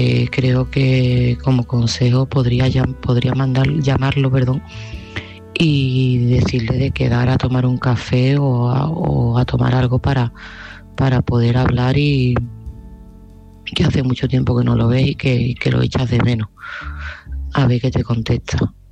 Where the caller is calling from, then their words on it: Seville, Andalusia, Spain; de Sevilla